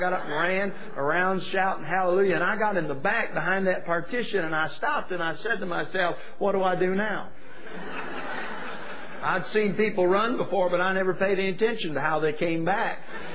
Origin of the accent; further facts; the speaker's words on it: Michigan, United States; moved away; Now, I was raised in Michigan. I'm a full-blooded Yankee.